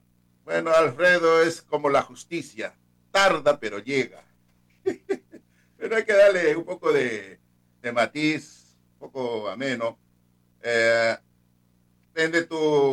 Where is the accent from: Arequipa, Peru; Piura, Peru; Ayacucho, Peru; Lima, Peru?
Ayacucho, Peru; Chumpi; soy de Guayo, de Soco, porque mis padres son de ahí, pero yo soy chumpino, pues, por eso digo que 100% chumpino, porque en Chumpi he nacido, ni siquiera he nacido en el hospital, sino en la casa, con la partera, con el sanitario, Raúl Cuya